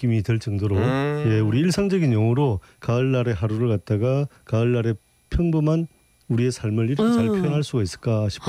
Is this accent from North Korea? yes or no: no; Gyeongsang, South Korea; born or raised there; now in Seoul, South Korea